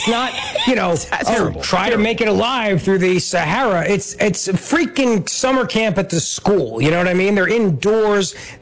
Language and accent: English; New Jersey, United States; Look, I grew up in North Jersey, not South Jersey. I happen to live in South Jersey now, but I grew up in North.